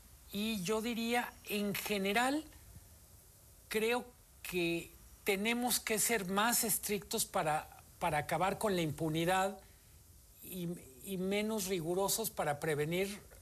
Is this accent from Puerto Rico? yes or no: no; Mexico; Y a mí me parece que somos un país que ha transitado con... Cada vez somos un país más abierto por costumbres, por comercio.